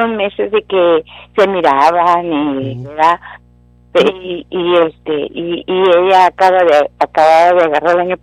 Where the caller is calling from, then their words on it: Brownsville, Texas, United States; de Brownsville.